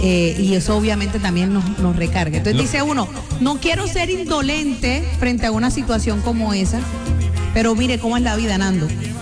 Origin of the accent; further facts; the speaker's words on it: Colombia; algo que nos estremeció como colombianos, y también como colombianos y como hermanos de Venezuela nos unimos en oración.